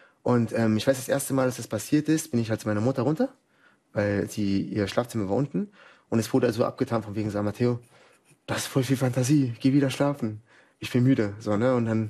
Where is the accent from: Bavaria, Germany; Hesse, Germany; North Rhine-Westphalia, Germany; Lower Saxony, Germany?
Bavaria, Germany; Dachau; born there; also born or lived in Bogotá, Colombia; ich bin in Dachau geboren, das ist in München, da die Ecke. Und dann war ich die ersten 7,5 Jahre meines Lebens in Bogota, haben wir gelebt.